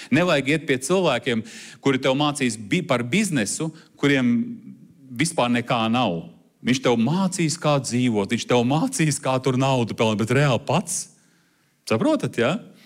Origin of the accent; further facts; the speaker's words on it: Armenia; Es esmu tur gruzīns, esmu tur armēnis. Mums armēņiem šī tāda karsta asinis.